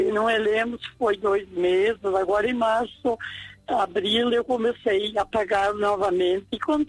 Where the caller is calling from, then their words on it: Nonoai, Rio Grande do Sul, Brazil; Eu falo do Rio Grande do Sul, uma cidade chamada Nonoai.